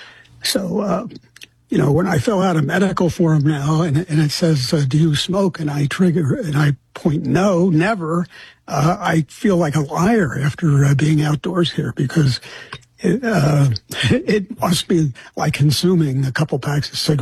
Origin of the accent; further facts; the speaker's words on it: Philadelphia, Pennsylvania, United States; now in Lancaster, United States; I grew up in Philadelphia, in a corner of Philadelphia called Somerton, which had been an independent farm town. It was suddenly incorporated by the cities in the 30s. So when I grew up there after World War II